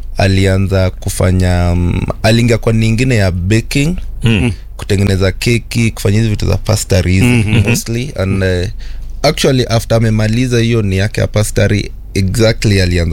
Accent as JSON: {"language": "Swahili", "town": "Butere", "region": "Kakamega County", "country": "Kenya", "moved": "yes"}